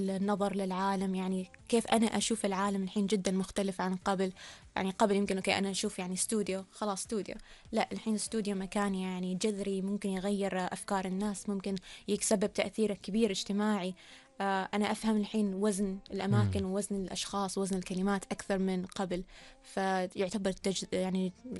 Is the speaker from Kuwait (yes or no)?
no; Oman; هويتي كعمانية.